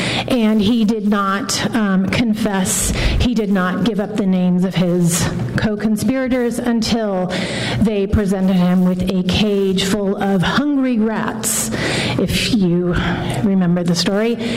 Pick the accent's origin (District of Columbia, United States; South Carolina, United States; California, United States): California, United States; Palo Alto; I was raised in Palo Alto and went to college in the Bay Area